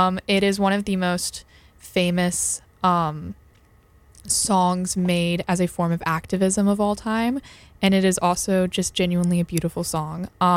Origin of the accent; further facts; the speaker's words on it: Birmingham, Alabama, United States; my hometown, which not sure if I mentioned earlier, I'm from Birmingham, Alabama